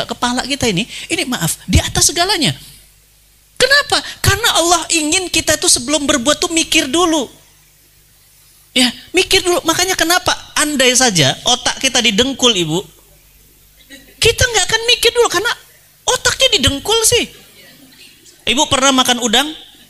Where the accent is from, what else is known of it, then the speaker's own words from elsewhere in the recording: Medan, North Sumatra, Indonesia; bapak saya Sumedang, Sunda, ibu saya Jawa, saya lahir dan besar di Medan.